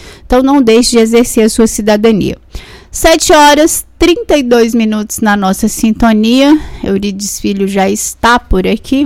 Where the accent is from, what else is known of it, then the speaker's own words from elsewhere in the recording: Brazil; nós somos brasileiros